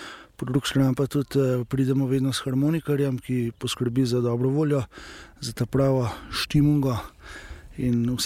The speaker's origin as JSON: {"language": "Slovenian", "region": "Upper Carniola", "country": "Slovenia", "said": "Mi prihajamo z Gornjesavske doline, z moje strane"}